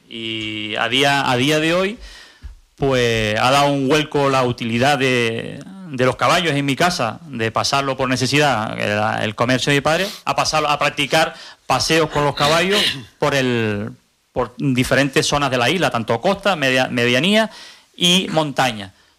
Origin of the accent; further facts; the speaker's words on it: Tenerife, Canary Islands, Spain; born there; vengo de Albarda